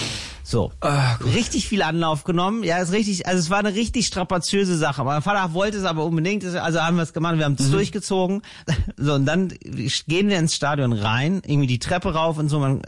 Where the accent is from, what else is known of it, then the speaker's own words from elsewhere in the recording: Duisburg, North Rhine-Westphalia, Germany; born there; ich bin ja in Duisburg geboren.